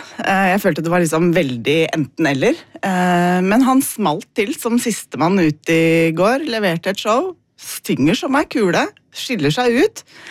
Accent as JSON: {"language": "Norwegian", "town": "Steinberg", "region": "Buskerud", "country": "Norway", "tie": "born or raised there", "said": "Jeg kom fra Steinberg, bodde der. Da på 80-tallet"}